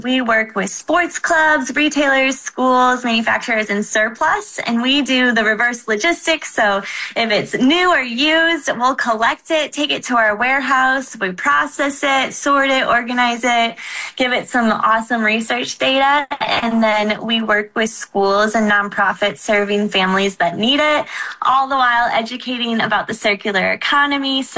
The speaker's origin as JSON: {"language": "English", "town": "St. Louis", "region": "Missouri", "country": "United States", "tie": "born or raised there", "said": "I grew up here in St. Louis."}